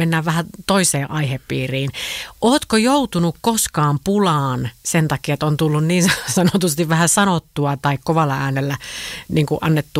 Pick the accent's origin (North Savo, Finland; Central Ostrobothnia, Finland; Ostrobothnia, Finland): North Savo, Finland; Varkaus; Varkauvesta olen kotoisin. Eli hei. Savolainen on siellä.